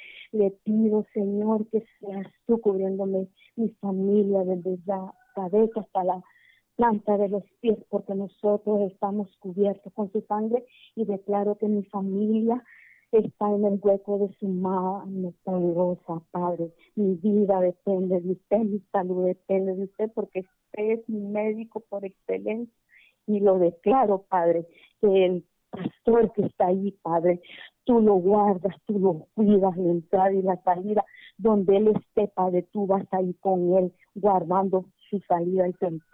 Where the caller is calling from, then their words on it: Olancho, Honduras; De Limón de Pavor, Olancho